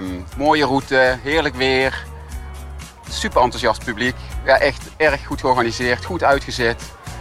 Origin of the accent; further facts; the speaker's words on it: Waalwijk, North Brabant, Netherlands; Ik kom uit Waalwijk en ben hier voor de eerste keer.